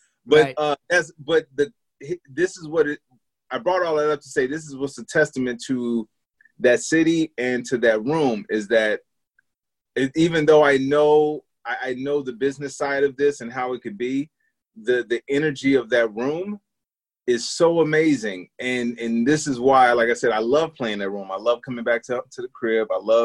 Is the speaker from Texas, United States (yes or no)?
no; Chicago, Illinois, United States; it wasn't like this when I was growing up in Chicago.